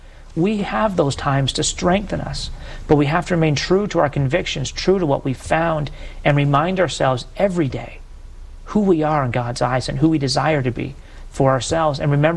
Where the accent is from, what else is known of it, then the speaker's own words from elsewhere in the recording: Canada; home to Canada, all I had was my past. There was no one. I'd never been a Catholic or a Christian in my hometown.